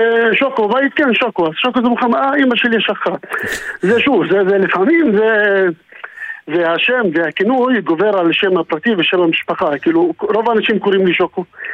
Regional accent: Tamra, Northern District, Israel; אז אוקיי, אני באתי מעיר תמרה, אני כמה שנים כיהנתי וניהלתי את המטה הערבי ביש עתיד

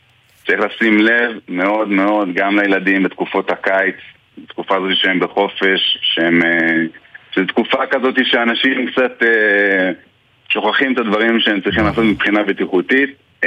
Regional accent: Beit Shemesh, Jerusalem District, Israel; זה האירוע שהיה לנו בבית שמש, שנפל הטיל על מקלט, שזה בעצם אזור פסטורלי, אזור שכולנו מכירים, אזור שגדלתי בו

